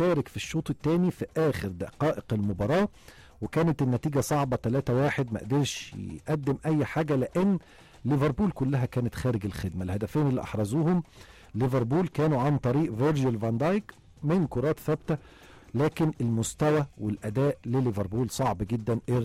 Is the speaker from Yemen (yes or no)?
no; Egypt; احنا كمشجعين مصريين